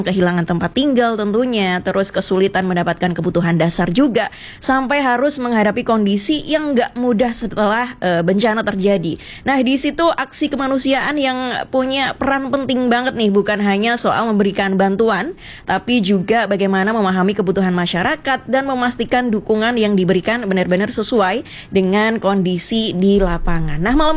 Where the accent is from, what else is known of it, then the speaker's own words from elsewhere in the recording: Sragen, Central Java, Indonesia; now in Jember, Indonesia; Aku dari Sragen.